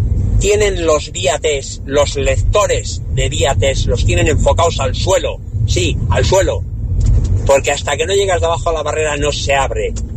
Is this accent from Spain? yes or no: yes; Irún, Basque Country, Spain; Todos sabéis que soy de Irún, vivo en Irún, trabajo en Pasaya, soy taxista.